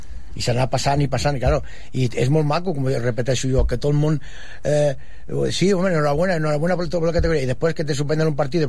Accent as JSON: {"language": "Catalan", "town": "Terrassa", "region": "Catalonia", "country": "Spain", "tie": "born or raised there", "said": "Aunque soc fill de Terrassa, però ja estic més"}